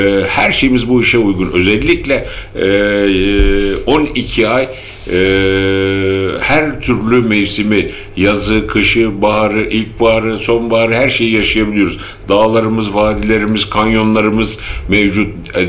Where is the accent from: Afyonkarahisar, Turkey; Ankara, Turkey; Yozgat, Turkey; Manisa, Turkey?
Afyonkarahisar, Turkey; bir Afyonlu olarak